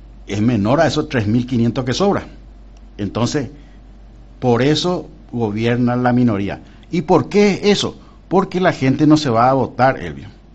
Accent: Paraguay; Somos todos paraguayos por sobre todas las cosas.

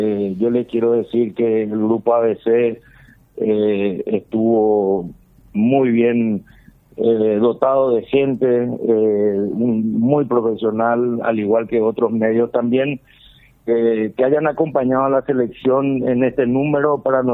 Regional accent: Paraguay

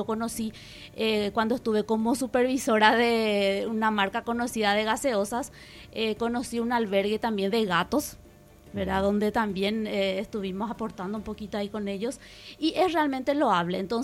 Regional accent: Pedro Juan Caballero, Amambay, Paraguay; born there; yo soy nacida en Pedro Juan Caballero

